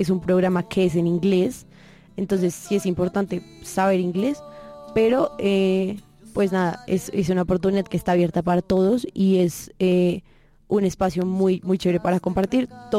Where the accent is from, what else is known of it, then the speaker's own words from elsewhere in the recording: Colombia; la misión que tenemos también como colombianos, como de reconocer nuestro país